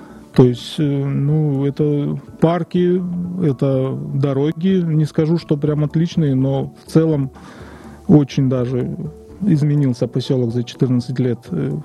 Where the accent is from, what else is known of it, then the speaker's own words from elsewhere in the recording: Kyrgyzstan; now in Yakutia, Russia; Ну, я приехал из Кыргызстана. Из солнечной Киргизии, так сказать.